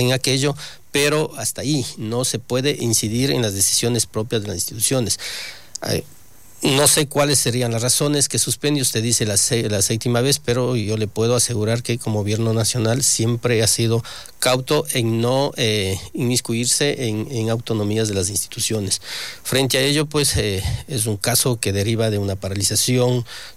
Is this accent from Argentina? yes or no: no; Ecuador; como ecuatorianos, que como gobierno nacional podemos o tenemos la obligación de reforzar en cuanto al tema de control de frontera.